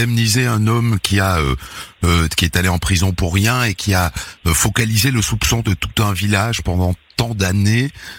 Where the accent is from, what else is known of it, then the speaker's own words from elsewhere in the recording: Gennevilliers, Île-de-France, France; also born or lived in Morocco; Je suis né au Maroc le 22 août 1978. En tout cas, c'est ce qui est écrit sur mes papiers.